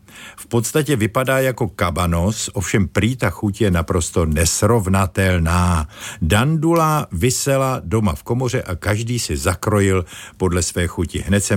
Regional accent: Ivanovice na Hané, South Moravian Region, Czechia; Ne, z Olomouce, ne, já jsem z Ivanovic na Hané.

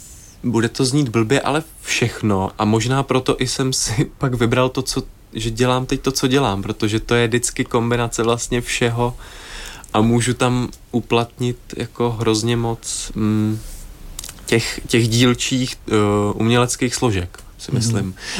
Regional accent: Havlíčkův Brod, Vysočina Region, Czechia; To je hrozně hezká otázka, protože se tam mimo jiné strašně rád vracím. Mám to tam fakt rád. A naskakuje mi samozřejmě moje základka.

